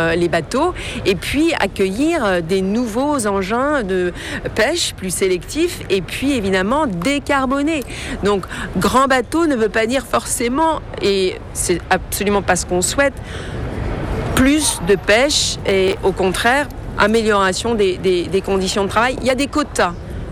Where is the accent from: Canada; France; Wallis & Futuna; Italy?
France; Brittany; je suis bretonne